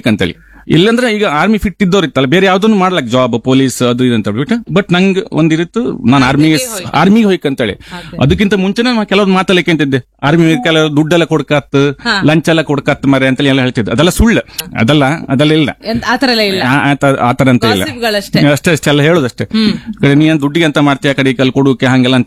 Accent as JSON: {"language": "Kannada", "town": "Basrur", "region": "Karnataka", "country": "India", "also_born_or_lived": "Koteshwar", "said": "ಬಸರೂರು, ಮೊದಲು ಹುಟ್ಟದ್ದು ಕೋಟೇಶ್ವರ."}